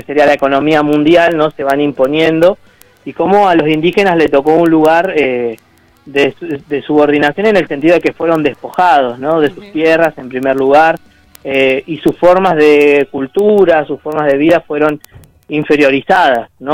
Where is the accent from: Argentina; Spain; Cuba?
Argentina; Patagonia; yo siendo un historiador patagónico